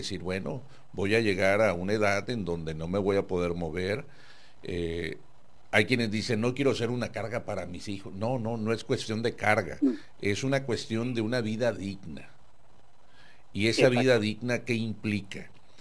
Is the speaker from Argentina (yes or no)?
no; Mexico; en mi país, aquí en México, o al menos en Baja California.